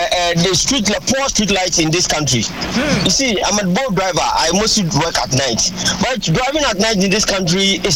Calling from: Patasi, Ashanti, Ghana; I'm calling from Patasi.

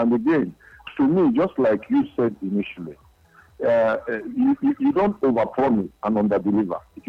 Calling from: Aba, Abia, Nigeria; I'm calling from Aba.

